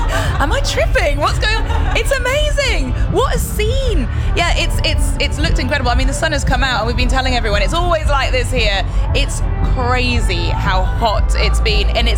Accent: Newcastle upon Tyne, North East England, United Kingdom; I am born and bred Heaton, as you know. Grew up in Newcastle. My parents live in Northumberland now, near a Hexham, sort of Corbridge way.

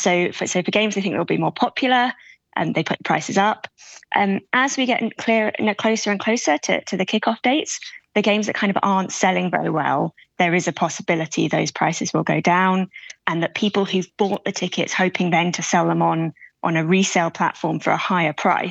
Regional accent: England, United Kingdom; I'm English

